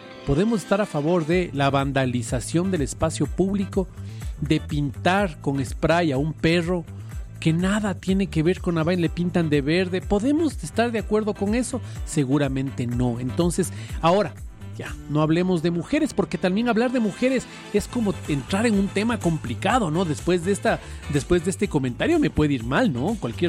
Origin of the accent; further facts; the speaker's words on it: Ecuador; born there; Yo no elegí ser ecuatoriano, yo nací aquí, en este territorio.